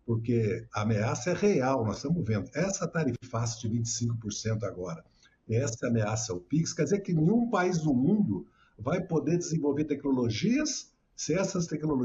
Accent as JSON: {"language": "Portuguese", "country": "Brazil", "lives_now": "São Paulo, Brazil", "said": "nós, que somos brasileiros brasileiros"}